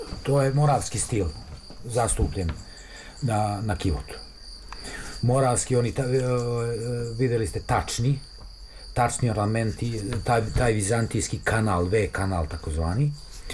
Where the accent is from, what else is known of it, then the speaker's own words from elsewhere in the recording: Valjevo, Serbia; ja sam Srbin. Ja sam poreklom Valjevac, znate, ja sam se rodio u Valjevskoj bolnici. I odrastao tu gde jesam, ovo je moje mesto.